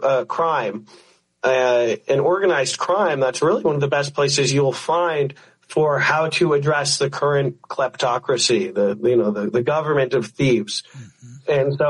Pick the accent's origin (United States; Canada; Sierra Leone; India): United States; New Jersey; but I'm from New Jersey, so excuse the parlance, you know.